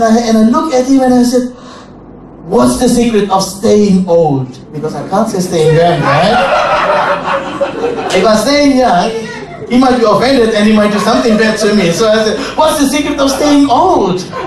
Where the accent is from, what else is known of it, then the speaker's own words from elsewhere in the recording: Sydney, New South Wales, Australia; I was originally from Sydney. I did my studies, theological studies in Sydney.